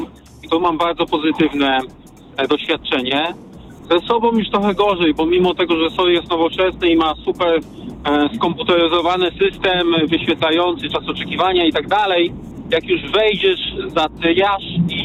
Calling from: Radom, Masovian Voivodeship, Poland; ja jestem z Radomia

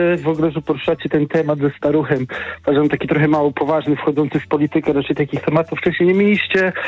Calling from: Gdańsk, Pomeranian Voivodeship, Poland; jestem z Gdańska

